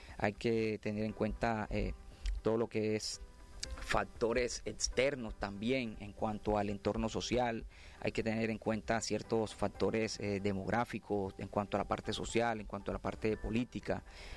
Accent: Colombia; nosotros como seres humanos, incluso nosotros como latinoamericanos, colombianos, somos muy poco dados a la paciencia.

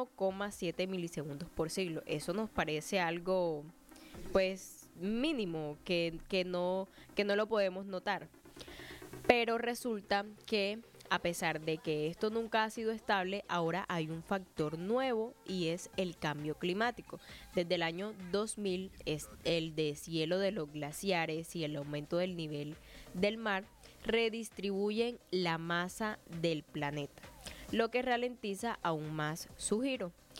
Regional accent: Bijao, Colombia; moved away; en mi pueblo descansando, en Bijao

